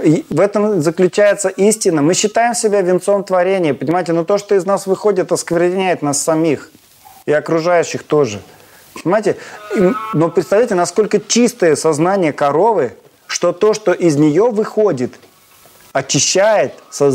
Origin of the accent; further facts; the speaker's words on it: Astrakhan, Astrakhan Oblast, Russia; moved away; Я когда в Астрахани жил, я сам из Астрахани родом